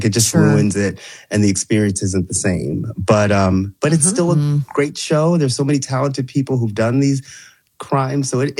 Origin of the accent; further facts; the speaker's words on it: New York City, New York, United States; Know, as a little black kid growing up in New York City.